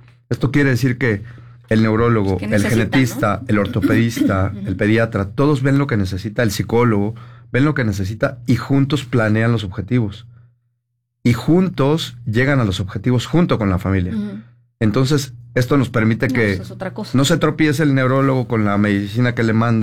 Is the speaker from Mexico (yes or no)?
yes; Mexico